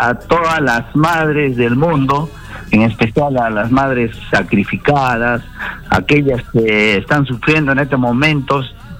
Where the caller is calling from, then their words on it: Arequipa, Peru; aquí en Arequipa